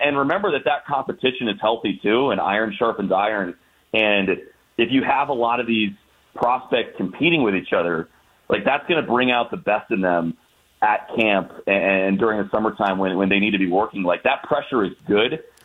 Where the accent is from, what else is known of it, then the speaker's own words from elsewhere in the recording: Indiana, United States; I think he lives in Westfield, Indiana, which is like 15 minutes from my hometown, like right across the White River.